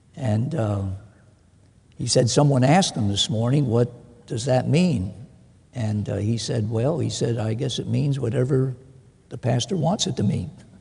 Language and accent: English; Miami, Florida, United States; moved away as an adult; We hail from Miami, Florida.